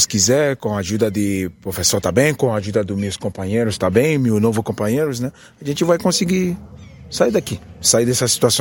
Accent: Nigeria; now in Brazil; sou da Nigéria.

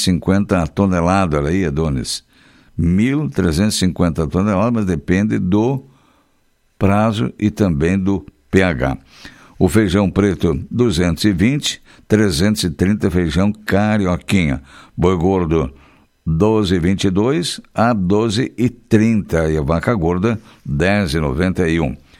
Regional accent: Rio Grande do Sul, Brazil; A gente é aqui do Rio Grande acostumado com isso aí. Nós fomos bem temperados.

